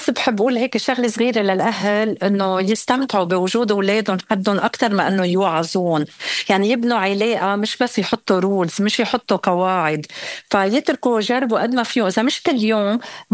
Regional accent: Lebanon; نحن كشعب لبناني بشكل عام شعب قلق، عايشين من حرب لحرب لحرب ما بنخلص

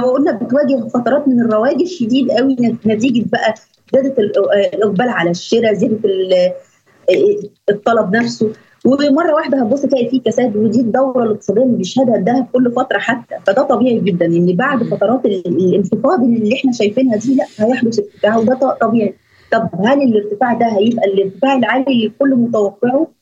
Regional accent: Egypt; إن إحنا كمواطنين مصريين يبقى عندي ثقة في منتج بلدي

